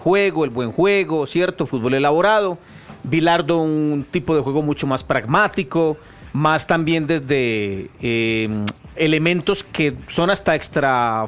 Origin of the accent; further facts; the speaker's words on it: Argentina; Ah, yo soy el más argentino de la mesa.